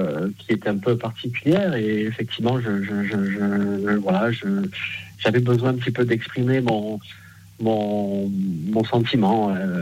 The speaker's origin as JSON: {"language": "French", "town": "Marseille", "region": "Provence-Alpes-Côte d'Azur", "country": "France", "tie": "born or raised there", "said": "Je suis de Marseille."}